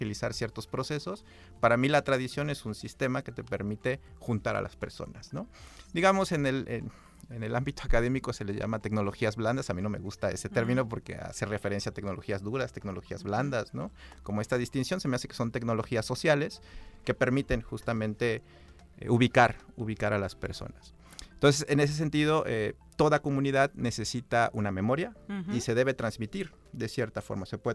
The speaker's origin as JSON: {"language": "Spanish", "region": "Oaxaca", "country": "Mexico", "tie": "born or raised there", "moved": "as an adult", "lives_now": "Xalapa, Mexico", "said": "yo soy del Istmo, uh-huh, del Istmo de Tehuantepec, de Oaxaca, en donde la tradición se vive"}